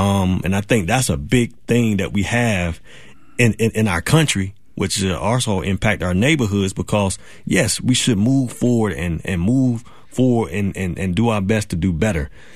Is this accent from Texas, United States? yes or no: no; Newberry, South Carolina, United States; So I had to like remind myself of where I grew up in Newberry, South Carolina.